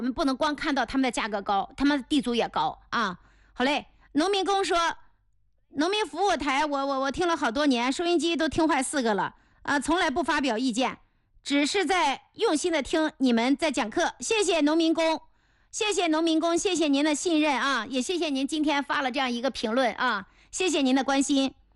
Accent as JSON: {"language": "Chinese", "region": "Anhui", "country": "China"}